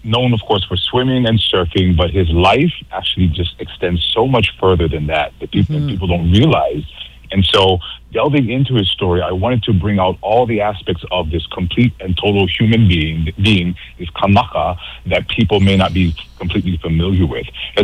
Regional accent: Maui, Hawaii, United States; Yes, I'm from Maui.

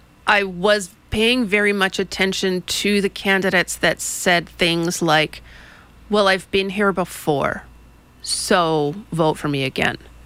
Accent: Kauai, Hawaii, United States; whereas like I was born and raised on Kauai and I care.

